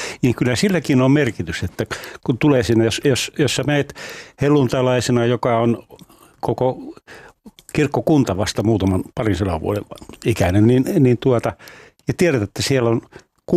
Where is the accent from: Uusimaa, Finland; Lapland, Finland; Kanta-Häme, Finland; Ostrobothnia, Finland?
Lapland, Finland; Rovaniemi; Ja kun mä Rovaniemeltä kotoisin, semmoinen valtava alttarifresko, joka siellä on, jossa on Jeesus tulee Kemijoen ja Ounasjoen risteykseen lainalle.